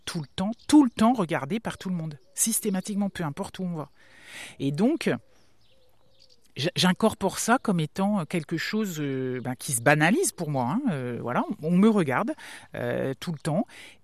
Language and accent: French; Brest, Brittany, France; born there; En vrai, je viens de Saint-Coully. Oui, mais t'es né où ? À Brest.